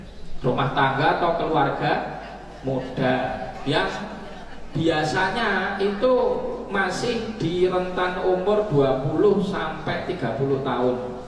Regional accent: Tawangmangu, Central Java, Indonesia; kami di Tawangmangu

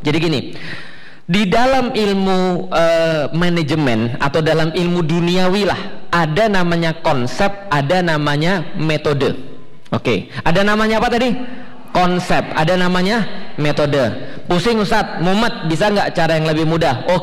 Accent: Palembang, South Sumatra, Indonesia; now in Jakarta, Indonesia; Contoh, saya tuh orang Palembang. Karena saya orang Palembang, dari kecil saya makan pempek sama cuka.

